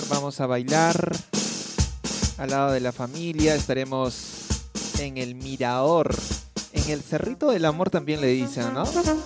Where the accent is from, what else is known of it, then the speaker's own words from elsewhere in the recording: Ayacucho, Peru; Claro, a mí me encanta como buen ayacuchano, yo soy rico muyuchi. Voy al mirador, a uno de nuestros mejores locales que tenemos en nuestra querida Huamanga